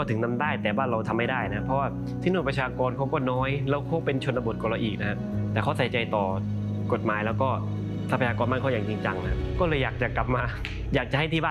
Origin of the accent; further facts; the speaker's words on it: Satun, Thailand; born there; เราโชคดีมากที่ได้เกิดมาในสตูลครับผมเพราะว่าไม่ใช่ว่าจะมีทุกจังหวัดในประเทศไทยนะที่จะมีทั้งป่าดิบนะครับแล้วก็หมู่เกาะสวรรค์นะครับ